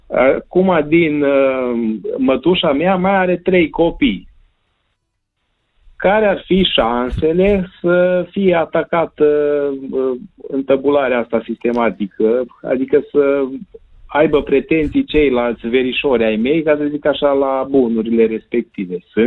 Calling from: Cluj-Napoca, Cluj County, Romania; sunt din Cluj

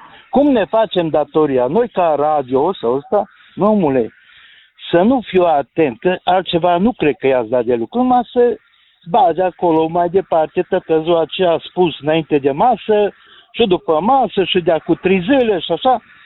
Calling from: Mureș County, Romania; din Mureș.

